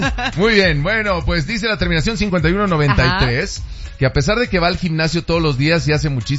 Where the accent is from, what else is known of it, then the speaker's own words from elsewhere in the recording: Mexico; los que sí somos mexicanos